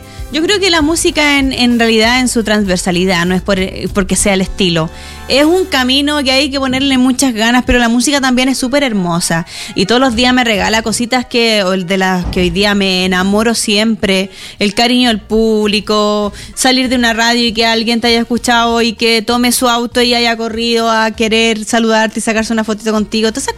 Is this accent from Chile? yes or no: yes; La Pintana, Santiago Metropolitan Region, Chile; sabiendo de dónde nací, que me crié en la comuna de La Pintana, amo mi comuna, me preguntan de dónde soy, yo soy de La Pintana.